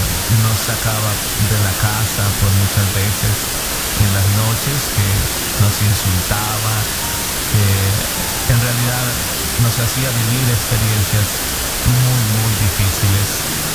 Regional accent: Llanos Orientales, Colombia; Yo soy de Colombia, un pueblo muy pequeño pero muy hermoso por allá en los llanos orientales de este país hermoso de Colombia, y allí nací.

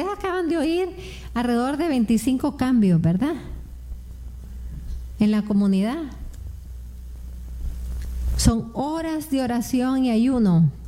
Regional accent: Nicaragua; Yo soy Nica

